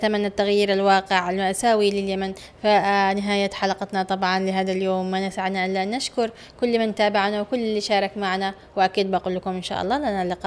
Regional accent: Yemen; عندنا في اليمن،

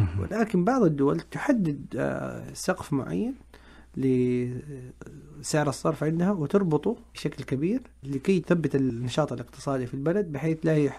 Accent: Saudi Arabia; يعني على سبيل المثال الحج عندنا في السعودية

